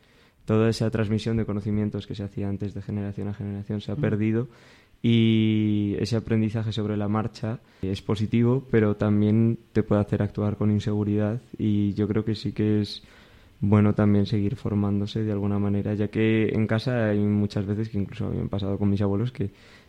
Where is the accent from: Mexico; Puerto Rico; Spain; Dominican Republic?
Spain; Cerceda, Community of Madrid; nací en Cerceda y he vivido casi toda mi vida en la sierra, excepto 2 años de bachillerato